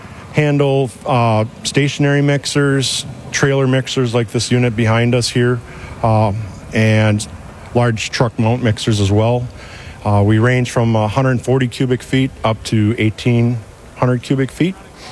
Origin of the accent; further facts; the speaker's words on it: Wisconsin, United States; Born and raised in near Green Bay, Wisconsin. Grew up on a dairy farm, 90 cow herd.